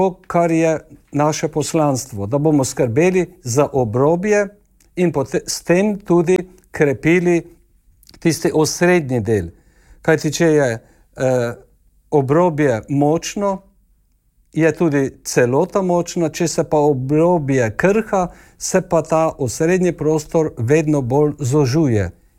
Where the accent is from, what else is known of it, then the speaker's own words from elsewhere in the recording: Prekmurje, Slovenia; jaz kot trenutni predsednik celjske Mohorjeve prihajam z obrobja, iz Prekmurja, ki je komaj 100 let povezano z osrednjo Slovenijo.